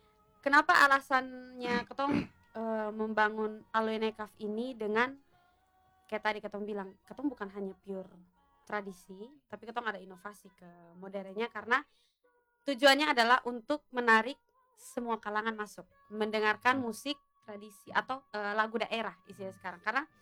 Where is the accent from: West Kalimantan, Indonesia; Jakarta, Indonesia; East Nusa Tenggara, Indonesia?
East Nusa Tenggara, Indonesia; beta orang Timor sejati.